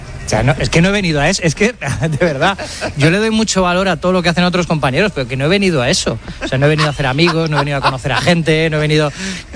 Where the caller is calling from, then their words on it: Soledad, Atlántico, Colombia; estoy bien aquí en Soledad